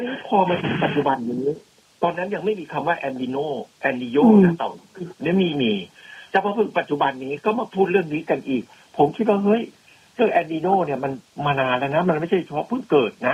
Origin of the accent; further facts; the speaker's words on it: Chaiyaphum, Thailand; moved away; ตัวผมเนี่ยตอนสมัยเป็นเด็กอยู่ที่จังหวัดชัยภูมิ